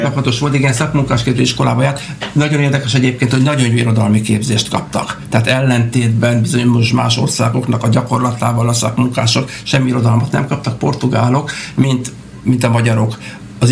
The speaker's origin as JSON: {"language": "Hungarian", "country": "Hungary", "said": "szóval mentünk, Magyarországról vagyunk, egyetemről vagyunk, ismerjük"}